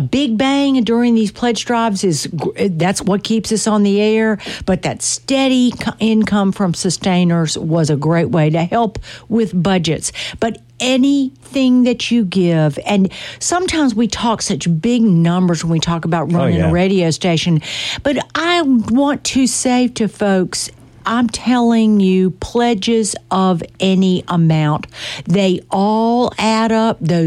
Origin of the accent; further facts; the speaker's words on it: Wilmington, North Carolina, United States; I'm from Wilmington.